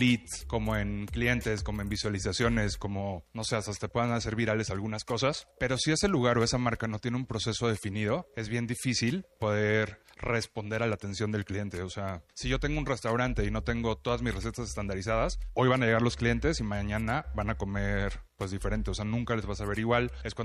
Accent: Aguascalientes, Mexico; moved away as an adult; now in San Luis Potosí, Mexico; Yo estudié en la Universidad Autónoma de Aguascalientes, soy de Aguascalientes, llevo ya 10 años, bueno, 11 años viviendo aquí en San Luis Potosí.

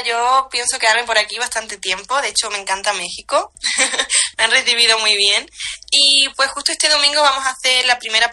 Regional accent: Córdoba, Andalusia, Spain; moved away as an adult; now in Menorca, Spain; me mudé completamente, o sea, yo soy de Córdoba, de España, uh-huh. Y me mudé a Menorca, que es una de las Islas Baleares

